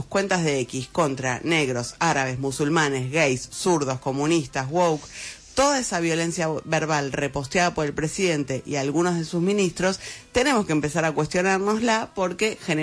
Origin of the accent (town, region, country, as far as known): Argentina